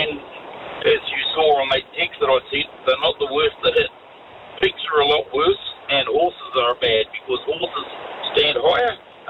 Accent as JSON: {"language": "English", "region": "Taranaki", "country": "New Zealand", "tie": "born or raised there", "moved": "yes", "lives_now": "South Auckland, New Zealand", "said": "I grew up in Taranaki"}